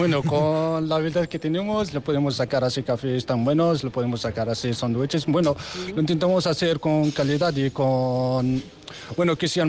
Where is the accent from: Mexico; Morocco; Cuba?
Morocco; Spanish is a second language; moved away as an adult; now in Spain; soy marroquí y bueno … soy marroquí